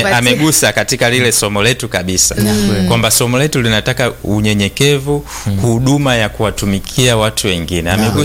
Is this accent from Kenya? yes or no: no; Tanzania; Sisi ni Watanzania, yani tu wa moja.